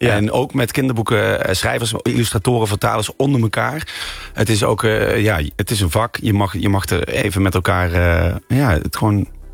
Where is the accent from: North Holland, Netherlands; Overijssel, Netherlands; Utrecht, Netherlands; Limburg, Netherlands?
Limburg, Netherlands; Maastricht; in Maastricht, mijn thuisstad, wat je misschien kan horen.